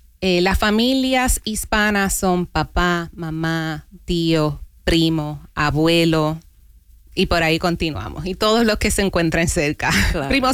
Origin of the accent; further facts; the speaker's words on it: Puerto Rico; now in Pinellas County, United States; Soy la primera abogada puertorriqueña en el condado de Pinellas y Pasco County